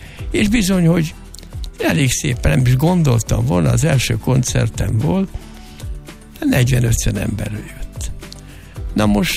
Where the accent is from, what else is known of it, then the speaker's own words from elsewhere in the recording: Kalocsa, Bács-Kiskun, Hungary; Én olyan millióban nőttem föl, édesanyám is nagyon vallásos volt, főleg anyám. És Kalocsa, hát nem kell mondani, az volt a Fellegvár, a kalocsai érsekség, ugye?